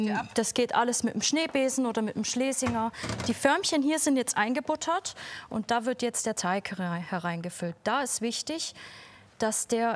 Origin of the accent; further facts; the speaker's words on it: Böblingen, Baden-Württemberg, Germany; Ich komme aus Böblingen, ja. Aus dem wunderschönen Böblingen.